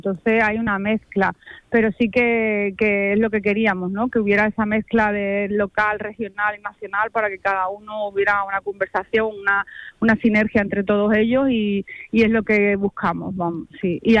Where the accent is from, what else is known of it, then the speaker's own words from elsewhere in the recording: Cádiz, Andalusia, Spain; moved away as an adult; años fuera, hemos estado en el norte, hemos vivido muchos en otros países, en otras ciudades, y hemos vuelto a nuestra ciudad natal y a nuestro lugar